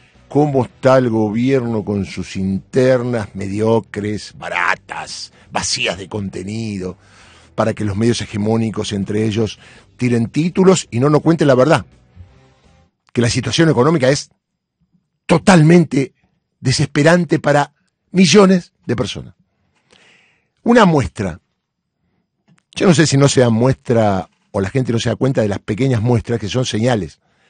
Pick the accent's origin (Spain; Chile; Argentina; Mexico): Argentina; Entonces, cuando dicen yankee, gone home, desde siempre. Nos criamos así en la Argentina.